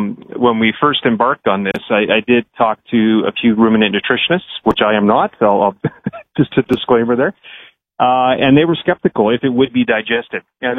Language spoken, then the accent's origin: English; West Coast, Canada; moved away; I grew up on the West Coast, you know, playing on the beach.